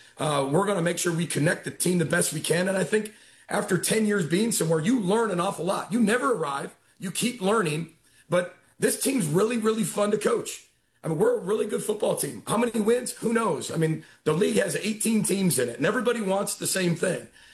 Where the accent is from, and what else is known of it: Midwest, United States; born or raised there